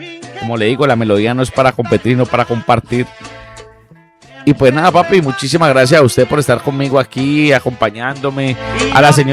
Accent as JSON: {"language": "Spanish", "town": "Pradera", "region": "Valle del Cauca", "country": "Colombia", "moved": "yes", "lives_now": "Cali, Colombia", "said": "que no se me olvida de dónde soy, de dónde vengo. Y que soy de Cali por mi mujer. Pero yo soy del 100% pradereño, papi."}